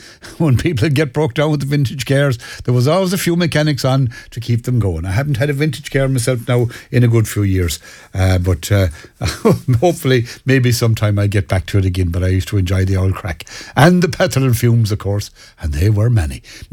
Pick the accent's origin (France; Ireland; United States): Ireland; Killeen, Connacht; I'm Killeen from Knock, and anybody in Knock locally will know it's known as The Line. But anyway, it's Killeen is the proper name for the village